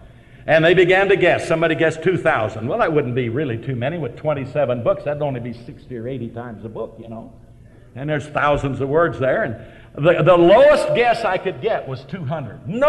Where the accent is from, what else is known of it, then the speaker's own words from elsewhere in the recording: Nebraska, United States; moved away; I wasn't born and raised in Texas. I was born and raised in Nebraska. I was born in Nebraska, born again in Texas, called to preach in Colorado, went to school in Oklahoma